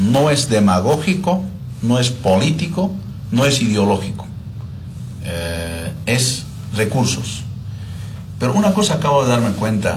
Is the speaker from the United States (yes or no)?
no; Bolivia; como un boliviano más.